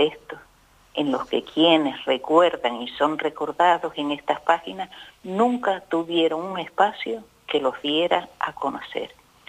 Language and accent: Spanish; Canary Islands, Spain; Yo no soy de Tigalate, yo soy de la otra banda.